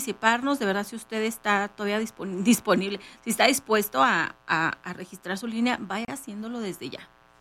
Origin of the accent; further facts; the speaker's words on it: Mexico; como buenos mexicanos todo lo dejamos para el último